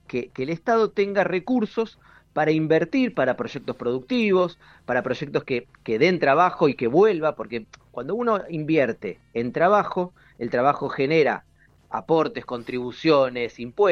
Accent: Buenos Aires, Argentina; somos bastante llorones los porteños.

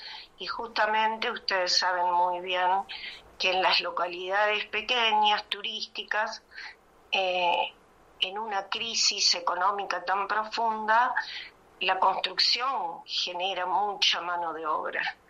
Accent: San Luis, Argentina

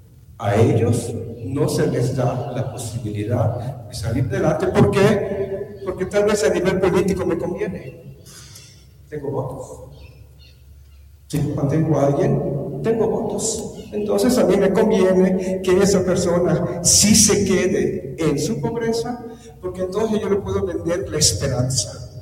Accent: Mexico; now in Bolivia; yo vengo de México

